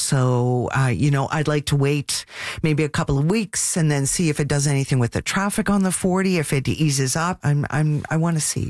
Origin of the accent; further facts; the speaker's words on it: Montreal, Quebec, Canada; When I was growing up in the West Island, was starved for transportation.